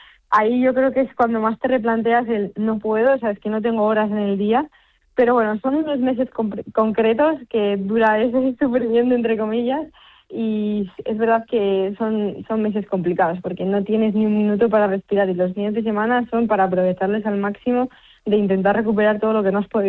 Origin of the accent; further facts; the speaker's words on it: Cuéllar, Castile and León, Spain; en mi pueblo, pues que es Cuéllar, un pueblo de Segovia